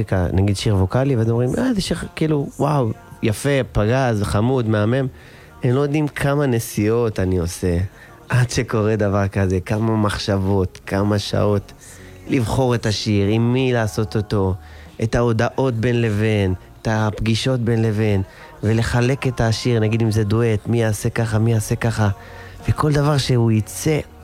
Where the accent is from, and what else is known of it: Netivot, Southern District, Israel; born or raised there